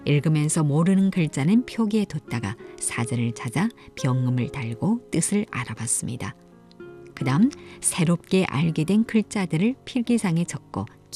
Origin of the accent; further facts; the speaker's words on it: Yanbian, Jilin, China; 태어나서부터 지금까지 연변에 팔을 붙이고 살아온 나는 조선족 학교를 다니고 조선족 학교에서 교편을 잡다 보니 한우 수준이 낮았습니다.